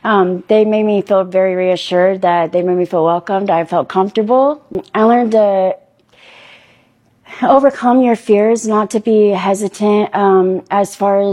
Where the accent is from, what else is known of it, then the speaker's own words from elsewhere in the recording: Marion, Indiana, United States; I'm from Marion, Indiana.